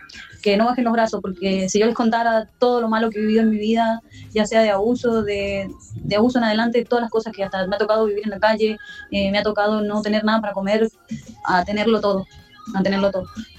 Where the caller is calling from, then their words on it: San Juan, Argentina; Yo soy una mamá soltera que estoy viviendo sola, alquilo con mis 4 hijos, soy de San Juan